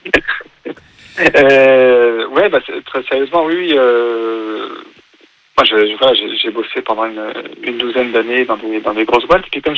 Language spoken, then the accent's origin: French; Lyon, Auvergne-Rhône-Alpes, France; now in Burgundy, France; J'ai 48 ans. J'habite pas du tout vers Angers ou même dans l'Ouest. Moi, je suis lyonnais d'origine et j'habite en Bourgogne aujourd'hui.